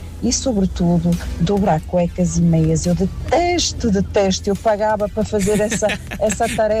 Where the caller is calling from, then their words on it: Porto, Norte, Portugal; sou do Porto